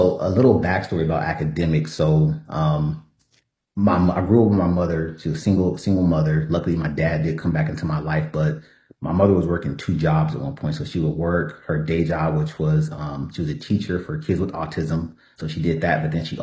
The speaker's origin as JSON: {"language": "English", "town": "Los Angeles", "region": "California", "country": "United States", "tie": "born or raised there", "said": "But going back, I grew up in South Central L.A., first college generational graduate."}